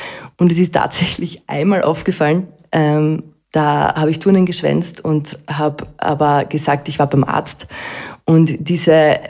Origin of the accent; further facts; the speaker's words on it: Carinthia, Austria; Ich komme ursprünglich aus dem schönen Lofental. Mein Herz auch hin und wieder im Dialekt und bin dort zur Schule gegangen, also Volksschule, dann Hauptschule und dann dementsprechend höhere Lehranstalt für wirtschaftliche Berufe